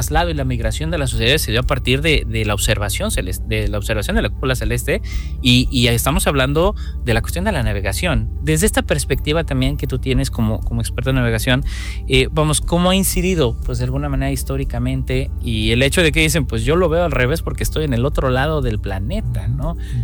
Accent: Mexico

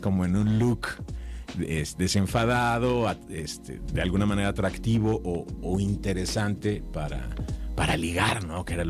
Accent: Mexico; Soy mexicano, soy turista

